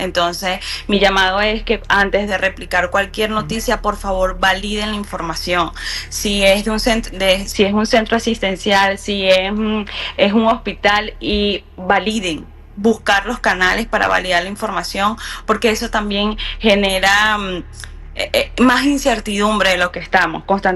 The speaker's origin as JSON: {"language": "Spanish", "country": "Venezuela", "said": "Somos los mismos venezolanos"}